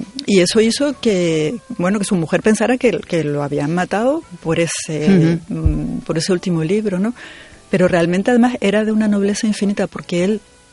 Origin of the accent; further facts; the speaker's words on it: Canary Islands, Spain; Canarias, que es mi tierra